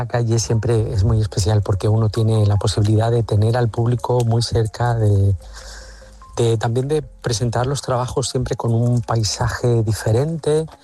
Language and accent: Spanish; Canary Islands, Spain; Yo soy canario, cuando llego a Canarias siempre hay algo que el propio aire ya me transmite, que es una serenidad, tranquilidad, lo que es sentirse en casa